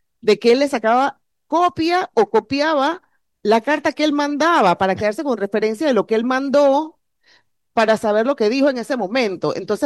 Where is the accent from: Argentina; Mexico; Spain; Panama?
Panama; born there; accent: Cuban; mi crianza, aunque yo nací en Panamá, mi crianza de mi casa fue muy cubana. O sea, fue muy cubana en costumbres, en amistades, en gente que iba a mi casa.